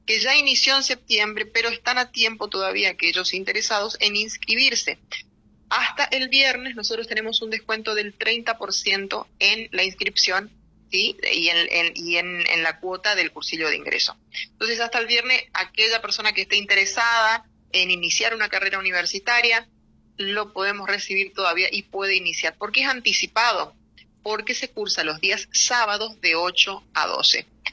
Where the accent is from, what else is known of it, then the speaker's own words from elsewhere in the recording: Oberá, Misiones, Argentina; born there; Soy oriunda, o sea, nací en Oberá, pero por muchos años la familia vivió en otro lugar, así que bueno, muy contenta de poder estar ahora en mi ciudad natal